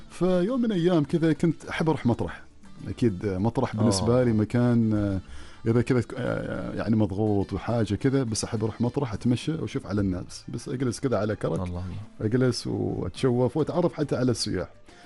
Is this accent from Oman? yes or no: yes; Oman; نحن كعمانيين يعني ما شاء الله كل حد ترى يحاول يدور شيء جديد.